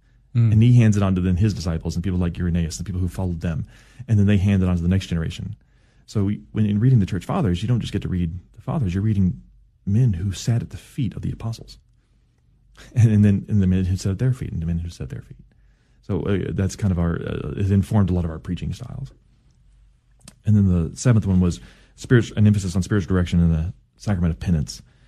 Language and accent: English; Cedar Hill, Texas, United States; also born or lived in Dallas; I grew up in Cedar Hill, Texas, just south of here. I loved coming in the day. I got to see I was born in Dallas. I could see literally the place I was born outside the window.